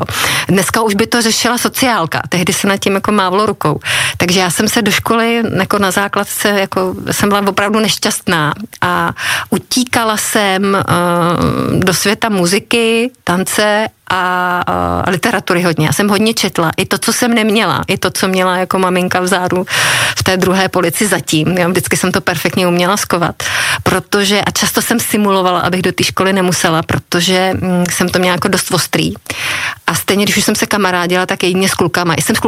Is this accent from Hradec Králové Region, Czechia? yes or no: yes; Hradec Králové, Hradec Králové Region, Czechia; also born or lived in Ústí nad Orlicí / Česká Třebová; já jsem to dětství strávila víceméně v Hradci Králové. Já jsem v České Třebové, tak porodnice je v Ústí nad Orlicí, tak v České Třebové jsme žili asi do mých 4 let